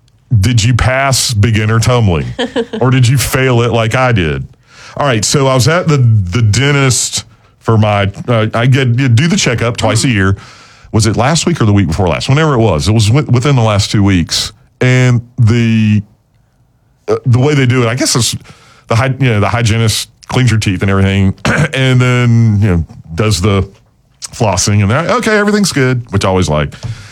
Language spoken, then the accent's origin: English; Spartanburg, South Carolina, United States; We come from Spartanburg down to Russell.